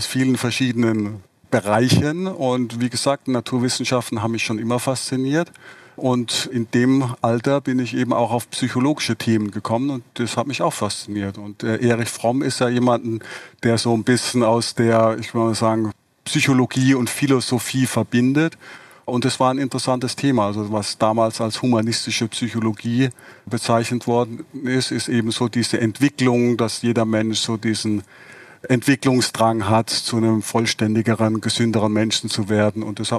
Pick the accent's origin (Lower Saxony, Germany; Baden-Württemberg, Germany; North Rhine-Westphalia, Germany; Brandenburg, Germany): Baden-Württemberg, Germany; Nee, ich bin ja im Raum Heidelberg aufgewachsen.